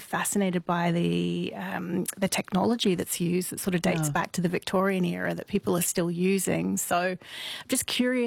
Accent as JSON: {"language": "English", "town": "Edinburgh", "region": "Scotland", "country": "United Kingdom", "tie": "born or raised there", "said": "So I grew up in Edinburgh, which I consider the, you know, the centre of the ghost world."}